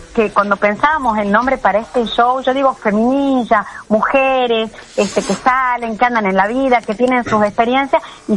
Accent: Campo Quijano, Salta, Argentina; now in Tucumán, Argentina; Yo soy muy salteña, soy campo quijano

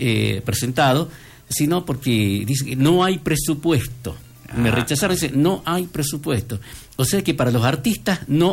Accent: Salta, Argentina; Me fui a trabajar representando a Salta, por supuesto. Pues soy salteño.

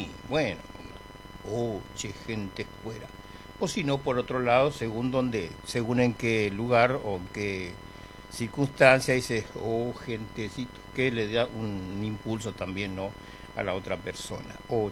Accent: Argentina; Yo soy argentino.

